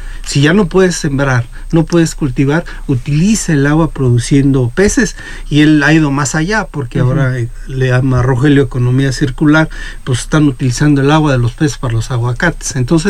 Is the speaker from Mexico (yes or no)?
yes; Querétaro, Mexico; Así es, somos queretanos